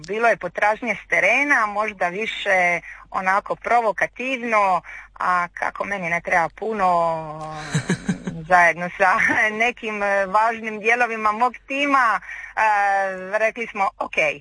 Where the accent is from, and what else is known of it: Croatia